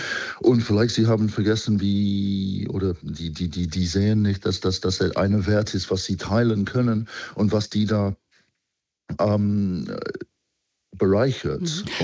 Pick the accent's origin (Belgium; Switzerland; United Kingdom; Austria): United Kingdom; England; German is a second language; moved away as an adult; now in Halle, Germany; Ich komme aus England, ich habe sehr viel in Deutschland gemacht, ich habe in sehr vielen verschiedenen anderen Ländern gearbeitet.